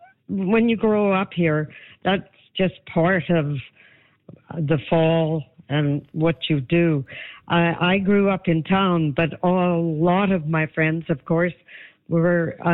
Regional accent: Armstrong, British Columbia, Canada; I grew up in Armstrong, so like every Armstrong kid

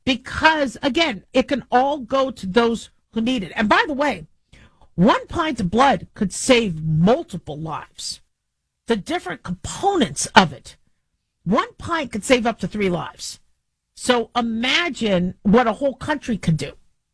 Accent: Nevada, United States; You know, that my home state could do something that now has become a national holiday and we're going into year 10.

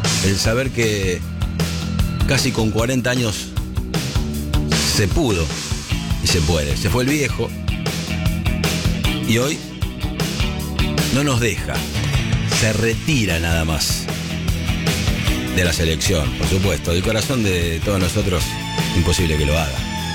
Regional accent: Argentina

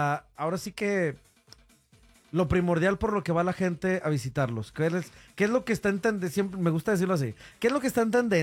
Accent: Mexico; soy mexicano.

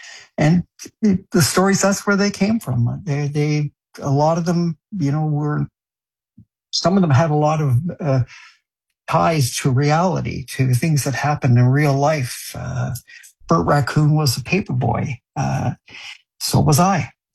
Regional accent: France; also born or lived in Ottawa, Canada; I grew up in France, and but I was born in Ottawa. And when we moved back to Canada, we had a place in the upper, my parents had a place in the upper Ottawa Valley

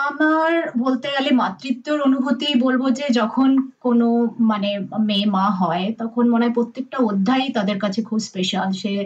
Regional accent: India; now in Adelaide, Australia; আমরা যারা মানে এখানে যারা বড় হচ্ছি, বিশেষ করে অ্যাডিলেডে, আর আমাদের চাইল্ডহুড কেটেছে ইন্ডিয়াতে

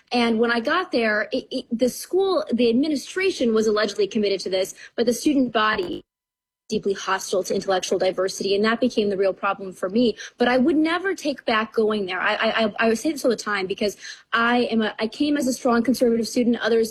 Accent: Wisconsin, United States; but it was in Chicago and I was from Wisconsin.

